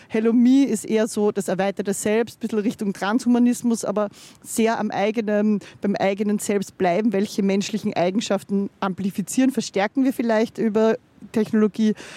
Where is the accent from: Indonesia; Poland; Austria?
Austria; Linz, Upper Austria; Naja, ich bin auch ein bisschen mit dem aufgewachsen, muss ich sagen. Ich bin in Linz aufgewachsen